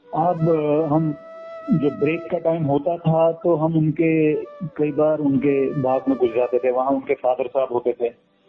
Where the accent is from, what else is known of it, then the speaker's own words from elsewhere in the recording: Jammu and Kashmir, India; moved away; also born or lived in Warangal; पूरा बचपन मेरा बीता है वहाँ।